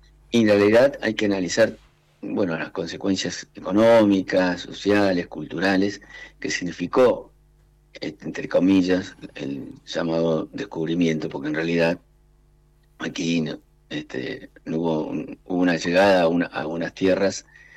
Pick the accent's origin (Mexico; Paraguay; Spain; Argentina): Argentina; Patagonia; como buen patagónico tenemos lazos afectivos, históricos y familiares